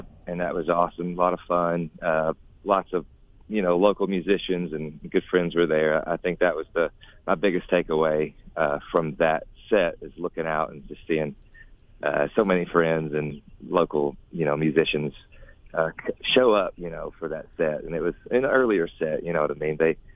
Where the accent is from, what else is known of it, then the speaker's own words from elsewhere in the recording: Kentucky, United States; then I'm from Grace County, and then so is Jonathan. So, you know, it works out. We're West Kentucky through and through.